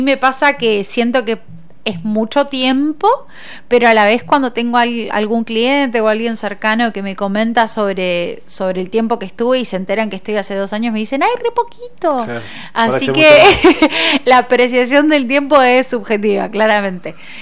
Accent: Tolosa, Buenos Aires Province, Argentina; Y yo soy de Tolosa, yo siempre viví en Tolosa. La casa de mi infancia, la casa de mi madre, está sobre la 520, que es la limítrofe entre, uh-huh, Tolosa y Ringelet, y yo en ese momento vivía del lado de Ringelet

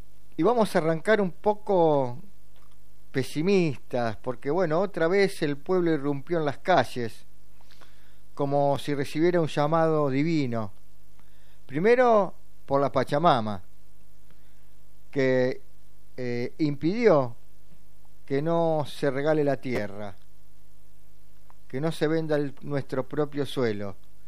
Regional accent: Argentina

